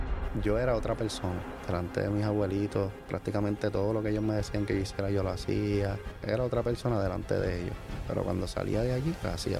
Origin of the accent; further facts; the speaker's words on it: Carolina, Puerto Rico; soy de, ¿verdad?, donde nací fue en Carolina, me crié, ¿verdad?, en el barrio de Buenavista.